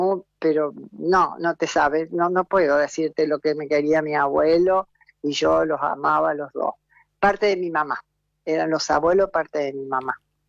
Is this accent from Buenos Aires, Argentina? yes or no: no; Oncativo, Córdoba, Argentina; now in Córdoba, Argentina; Hace unos meses que estoy en Córdoba, pero yo soy nativa de un pueblo, Oncativo, que está a 70 kilómetros de la ciudad de Córdoba.